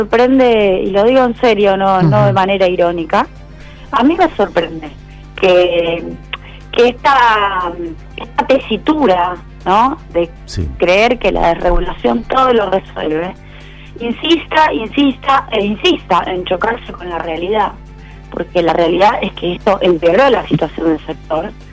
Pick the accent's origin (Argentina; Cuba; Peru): Argentina; Rosario, Santa Fe; soy rosarina, así que imagínate que sé perfectamente lo que es no ser porteño